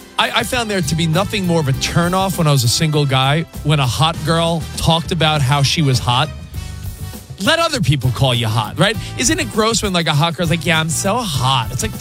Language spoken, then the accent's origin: English; New York, United States; I'm from New York and so is Covino.